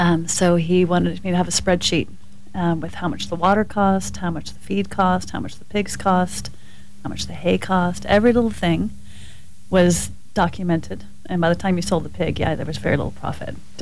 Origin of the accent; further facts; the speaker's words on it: Lytton Springs, Texas, United States; also born or lived in Germany / San Antonio, Texas / London, United Kingdom; And then we moved here when I was about 7 or 8. Started building our house out here.